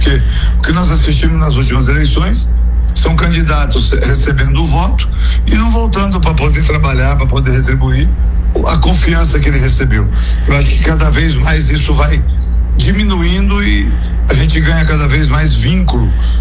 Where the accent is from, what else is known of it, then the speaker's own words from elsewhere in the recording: Santa Fé do Sul, São Paulo, Brazil; born there; moved away as an adult; now in São José do Rio Preto, Brazil; Santa Fé do Sul. Santa Fé. Onde eu nasci.